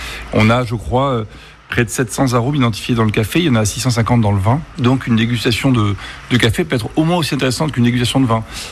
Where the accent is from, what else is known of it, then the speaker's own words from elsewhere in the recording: Bordeaux, Nouvelle-Aquitaine, France; Je suis bordelais, j'ai eu envie de revenir